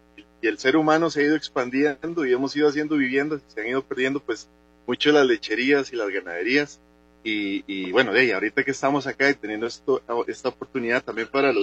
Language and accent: Spanish; Tejar, Cartago, Costa Rica; yo soy de Tejar del Guarco, mi familia, sobre todo pues mi familia paterna sí fue muy ganadera de los drenes de Tejar